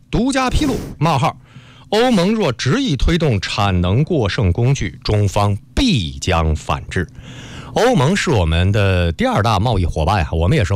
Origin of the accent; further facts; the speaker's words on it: China; 多次引用过我们中国人的一句祖训啊